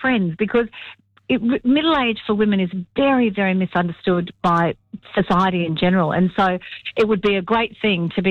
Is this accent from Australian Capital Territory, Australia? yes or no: yes; Canberra, Australian Capital Territory, Australia; I grew up in Canberra and I still remember your jingle from when I used to listen to you when I was a kid.